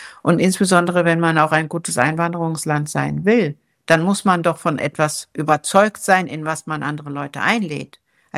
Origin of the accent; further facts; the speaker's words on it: Germany; Also ich bin hier nun in Deutschland groß geworden